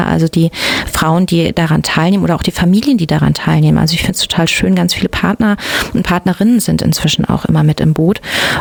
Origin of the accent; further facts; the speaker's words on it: Witzenhausen, Hesse, Germany; Ganz speziell hier im Werra-Meißner-Kreis, beziehungsweise ich komme ja aus Witzenhausen